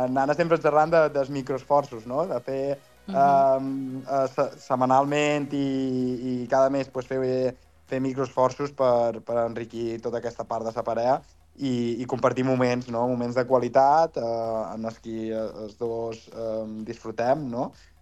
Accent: Maó, Balearic Islands, Spain; moved away as an adult; also born or lived in Barcelona; jo soc d'Amó, encara que tingui mitja cama del castell

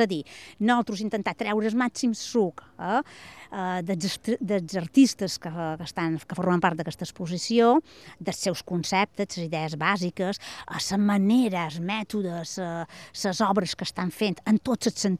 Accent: Ferreries, Balearic Islands, Spain; som menorquina

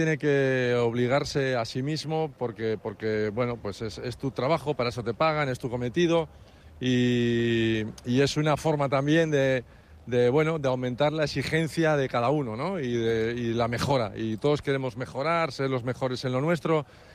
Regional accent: Asturias, Spain; moved away; todos somos asturianos.

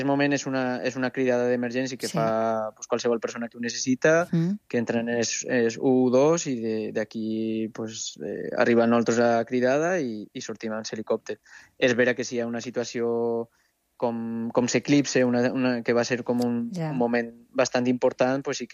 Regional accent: Jaca, Aragon, Spain

